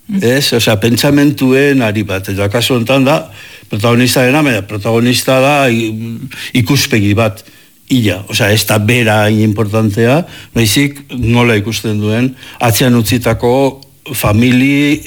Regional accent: Legazpi, Basque Country, Spain; born there; ni jaio nintzen herria bezala, Leazpi bezala, alde hortatik

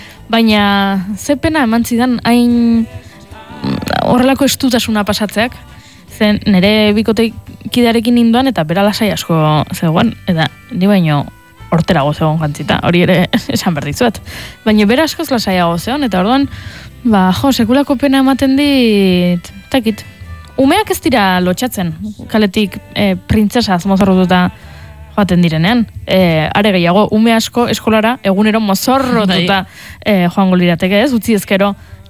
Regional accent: Tolosa, Basque Country, Spain; Eta ni Tolosarra naiz, mozorrotzea gustatzen zait, inauteriako dakizue garrantzitsuak direla guretzat

